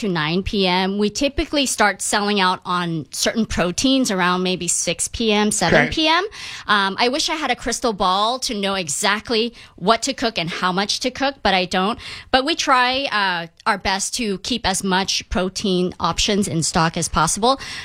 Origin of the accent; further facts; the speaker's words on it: Malaysia; now in United States; I wanted my restaurant to be a representation of who I am as an American immigrant child from Malaysia.